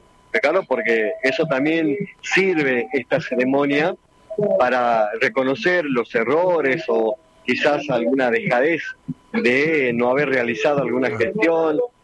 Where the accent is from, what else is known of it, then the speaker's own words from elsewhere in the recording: Jujuy, Argentina; soy de la Puna cuteña